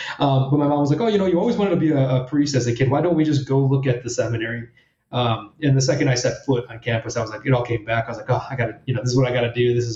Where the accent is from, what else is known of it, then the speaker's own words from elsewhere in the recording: Chicago, Illinois, United States; moved away as an adult; Yeah, so I was born just outside of Chicago, in a south suburb of Chicago, and I grew up there.